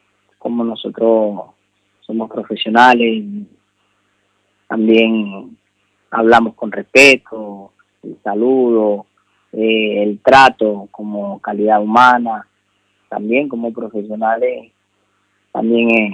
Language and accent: Spanish; Maracaibo, Zulia, Venezuela; born there; Nací en Venezuela, Maracaibo, Estado Zulia.